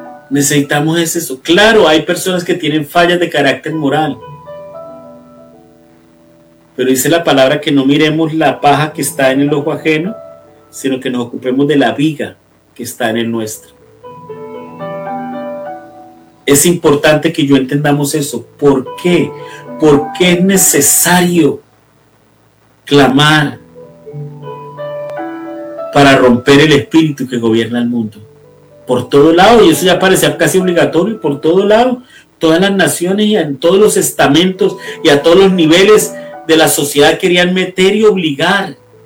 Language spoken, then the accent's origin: Spanish; Colombia; estos días en Colombia, en mi país